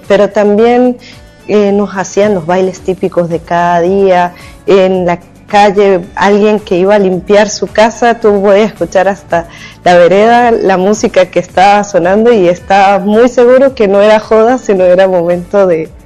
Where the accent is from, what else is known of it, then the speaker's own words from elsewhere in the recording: Venezuelan Andes, Venezuela; moved away; Yo soy de Venezuela, de los Andes venezolanos, y en Venezuela cada región tiene como su música típica.